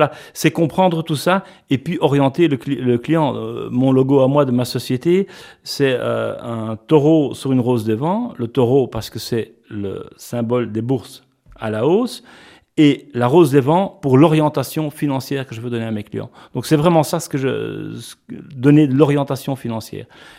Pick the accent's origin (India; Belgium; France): Belgium; Antwerp, Flanders; now in Luxembourg; je me sentais plus obligé de rester à Anvers, puisque je suis originaire d'Anvers, pour reprendre la société familiale.